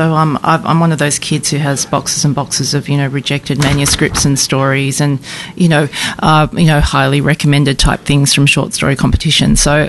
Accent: Warwick, Queensland, Australia; born there; also born or lived in Singapore; I was actually born overseas in Singapore, and the first place that we settled in when we came to Australia was rural Queensland

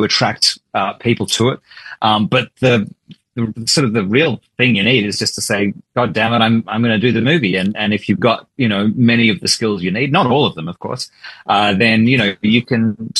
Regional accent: Melbourne, Victoria, Australia; moved away as an adult; now in Sydney, Australia; growing up in Melbourne

